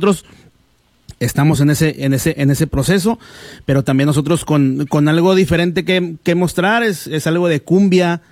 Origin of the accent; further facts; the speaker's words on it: Nuevo Laredo, Tamaulipas, Mexico; que a nosotros muchos nos preguntan que si somos de otra parte, que si somos de Monterrey, que si somos de la Ciudad de México o algo. Pero no, somos de aquí de Laredo.